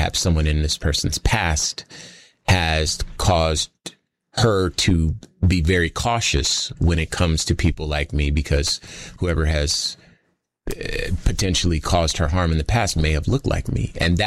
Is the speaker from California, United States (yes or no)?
yes; Compton, California, United States; I've lived a life that I'm from Compton.